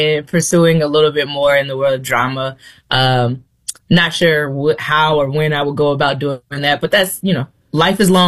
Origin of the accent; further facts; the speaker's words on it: North Carolina, United States; also born or lived in Youngstown, Ohio / Texas; I was born in Youngstown, Ohio. By the time I was two, we had started moving. So I was in North Carolina, Fort Bragg area for about 10 years. Then we went to Texas and Fort Hood area.